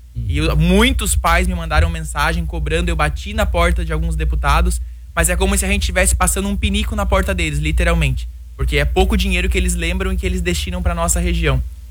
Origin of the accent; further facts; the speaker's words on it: Balneário Camboriú, Santa Catarina, Brazil; eu nasci aqui em Balneário, me criei aqui no nosso litoral, conheço as praias, tudo.